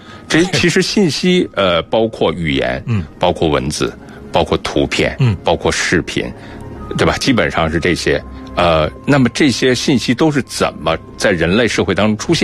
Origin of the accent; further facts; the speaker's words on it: China; 我们中国人